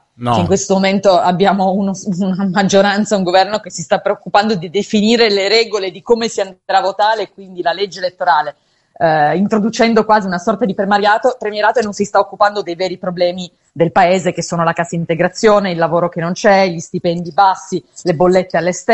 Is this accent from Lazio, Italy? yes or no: no; Turin, Piedmont, Italy; lo dico anche da torinese